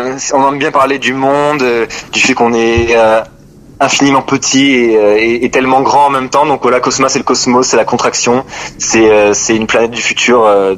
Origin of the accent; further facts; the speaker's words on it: Pau, Nouvelle-Aquitaine, France; now in Bordeaux, France; On vient du Sud-Ouest, on a débuté à Pau, on a grandi à Pau, et maintenant on est sur Bordeaux